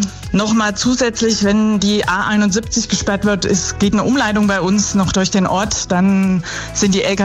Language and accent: German; Schwickershausen, Thuringia, Germany; In Schwickershausen. Ist ein Ortsteil von der Gemeinde Grabfeld in Südthüringen.